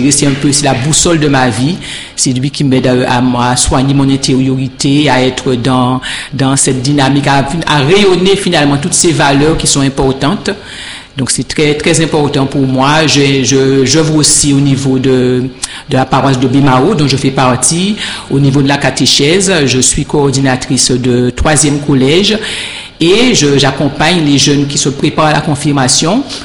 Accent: Pointe-à-Pitre, Guadeloupe; now in Baie-Mahault, Guadeloupe; je suis une citoyenne. J'ai grandi à Pointe-à-Pitre et maintenant j'habite Bimaro.

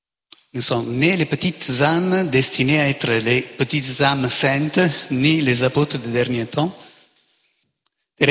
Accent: Italy; moved away; l'Italie, mon pays d'origine

